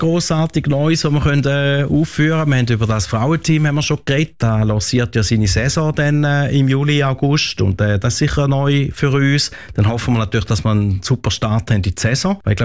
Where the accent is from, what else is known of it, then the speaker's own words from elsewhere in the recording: Schaffhausen, Switzerland; now in Singapore; auch wenn ich in Singapur wohne, ja, ich bin Schweizer, bin in der Nähe aufgewachsen und ich fühle mich sehr wohl in dem Umfeld